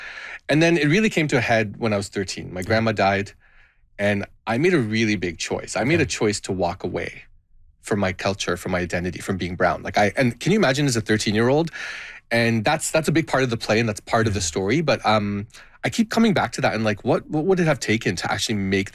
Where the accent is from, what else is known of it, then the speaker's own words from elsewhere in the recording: Canada; born there; first language Gujarati; English is a second language; That's my mother tongue. Even though I'm born in Canada, my first language was Gujarati.